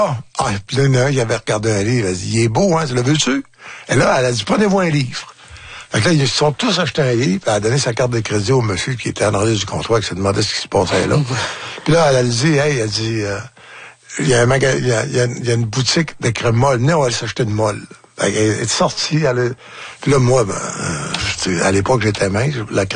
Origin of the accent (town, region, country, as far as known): Falardeau, Quebec, Canada